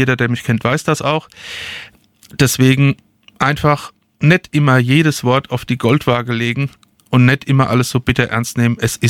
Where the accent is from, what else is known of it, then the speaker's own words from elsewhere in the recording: Hesse, Germany; Also ich bin Hesse, ja, der Hesse schenkt gern.